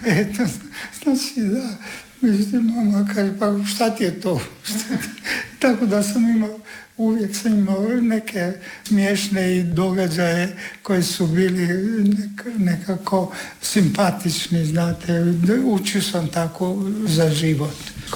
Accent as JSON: {"language": "Croatian", "town": "Sveti Juraj na Bregu", "region": "Međimurje County", "country": "Croatia", "tie": "born or raised there", "said": "ja sam završio osnovnu školu u mom zavičaju u Međimurju, u Sveti Juraj na Bregu"}